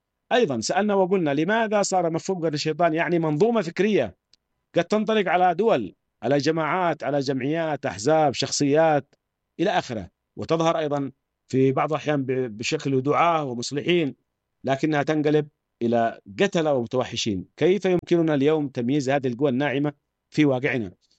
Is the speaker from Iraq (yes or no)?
no; Syria; عندنا في سوريا